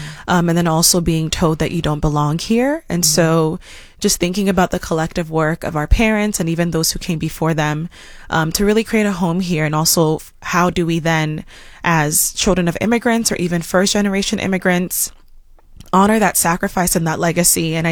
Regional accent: Columbus, United States; the house that I grew up in Columbus

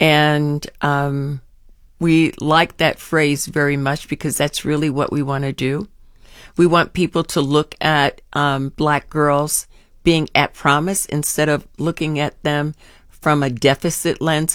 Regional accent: Philadelphia, Pennsylvania, United States; now in Columbus, United States; when I was in Philadelphia, when I grew up in Philadelphia.

